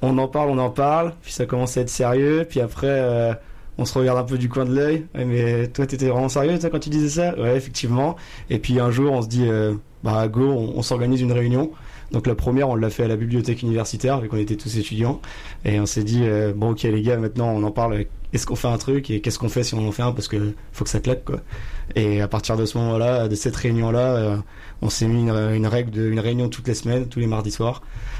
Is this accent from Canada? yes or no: no; Pays de la Loire, France; moi je suis de Vendée